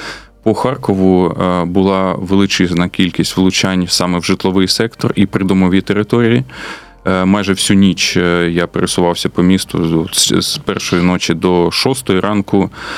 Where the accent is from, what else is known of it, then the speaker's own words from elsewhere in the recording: Chuhuiv, Kharkiv Oblast, Ukraine; Ну, я як мешканець, ну, уродженець Чугуєва, я знаю, що там де що розташовано.